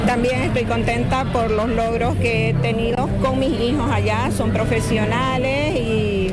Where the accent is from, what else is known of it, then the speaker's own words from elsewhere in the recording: Bolivia; moved away as an adult; now in Spain; Yo en mi país, yo soy de Bolivia, llevo 25, 26 años acá. Y entonces, pues allá yo era abogada penalista.